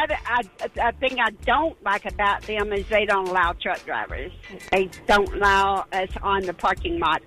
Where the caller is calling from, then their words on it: Texas, United States; I'm from Texas.